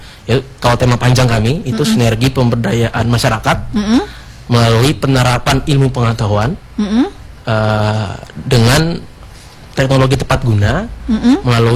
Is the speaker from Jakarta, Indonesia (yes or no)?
yes; Jakarta, Indonesia; now in Bekasi, Indonesia; Saya dari Jakarta juga, tinggal di Bekasi.